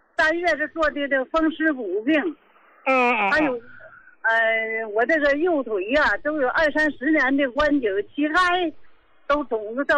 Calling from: Qingdao, Shandong, China; 我是青岛的。

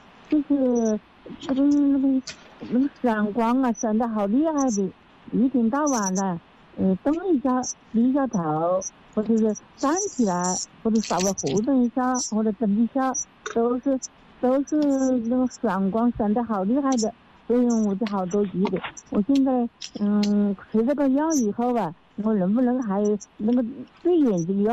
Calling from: Xiangtan, Hunan, China; 我是湘潭的。

